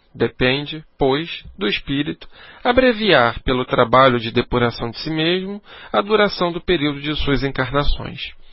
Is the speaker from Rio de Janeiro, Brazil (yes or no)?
yes; Rio de Janeiro, Brazil; da minha terra maravilhosa que é Bangu